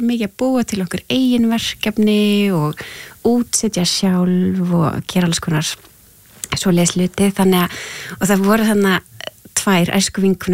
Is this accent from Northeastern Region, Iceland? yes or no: yes; Húsavík, Northeastern Region, Iceland; Ég fætt á uppalinn á Húsavík og var þar í æðislegu tónlistarnámi